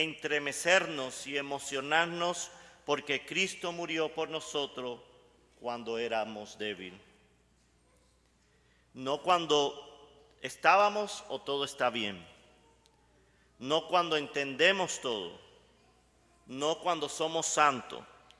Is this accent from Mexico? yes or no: no; Camagüey, Cuba; also born or lived in Maryland / Washington D.C. / Colorado; now in United States; soy originalmente de Camagüey, llegué a Estados Unidos en el 2003, he vivido en diferentes lugares en Estados Unidos, en Maryland, en Washington D.C. y actualmente en Colorado.